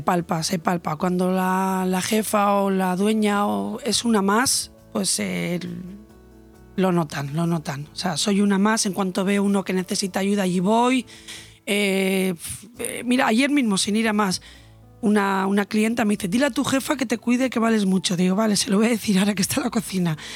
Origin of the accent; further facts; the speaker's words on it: Bermeo, Basque Country, Spain; moved away; Yo soy de Bermeo, un pueblo pesquero